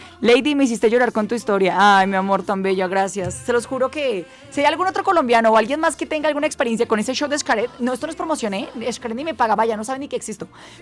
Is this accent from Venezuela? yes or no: no; Puebla, Mexico; also born or lived in Houston; yo me fui a vivir a Houston y regresé porque después dije, México es mi ciudad, mi tierra, México. Puebla es mi ciudad, México es mi país.